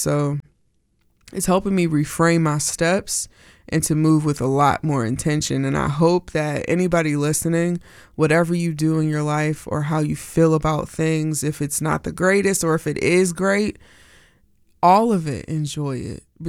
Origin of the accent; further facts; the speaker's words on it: United States; growing up in America as a black girl and as an indigenous young girl